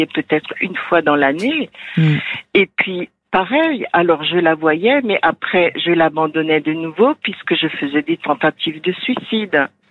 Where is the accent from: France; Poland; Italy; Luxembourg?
France; Toulouse, Occitanie; vous savez.